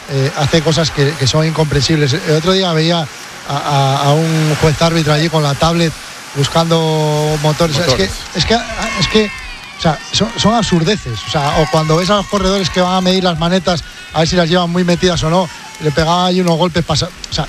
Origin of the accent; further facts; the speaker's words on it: Asturias, Spain; Acordaros hace muchos años, Vuelta a Asturias, allí en mi pueblo.